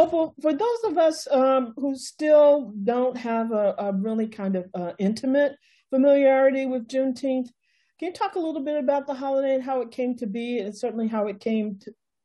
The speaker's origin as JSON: {"language": "English", "town": "Atlanta", "region": "Georgia", "country": "United States", "tie": "born there"}